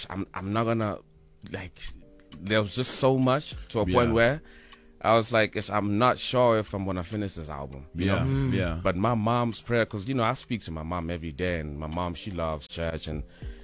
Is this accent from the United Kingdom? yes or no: no; Mpumalanga, South Africa; first language Sepedi; English is a second language; I'm actually from Denelton and Mpumalanga